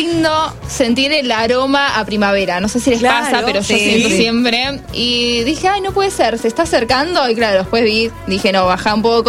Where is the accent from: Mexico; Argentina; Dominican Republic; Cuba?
Argentina; como somos los argentinos